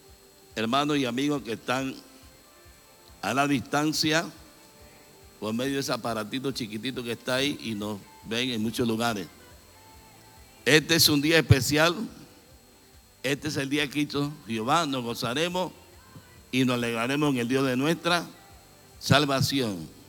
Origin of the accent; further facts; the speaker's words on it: Progreso, Chiriquí, Panama; moved away; nos vamos para Progreso, para mi pueblo